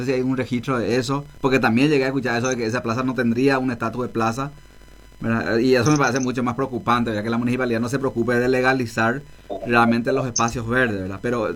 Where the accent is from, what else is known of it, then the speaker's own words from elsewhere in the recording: Concepción, Paraguay; now in Ciudad del Este, Paraguay; porque en el año 2000, cuando vine de Concepción al Alto Paraná y particularmente a Ciudad del Este, ¿cuál fue el primer barrio donde yo viví? Fue en el barrio San Ramón